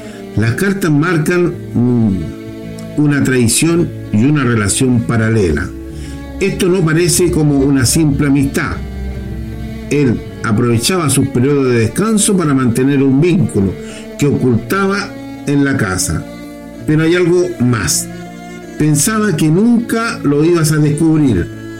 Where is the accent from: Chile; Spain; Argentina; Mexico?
Chile; Maule; yo soy chileno, soy del Maule